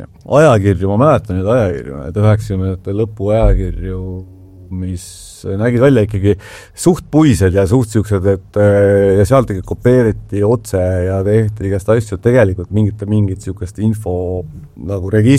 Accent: Tallinn, Harju County, Estonia; mu sõber Aivo Erin kelle ma kasvasin Roosikiresti tänaval

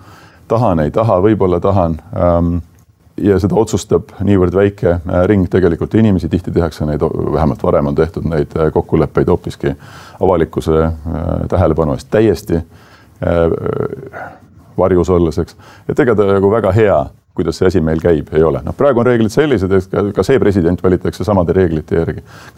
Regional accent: Saare County, Estonia; Ma ise olen Saaremalt

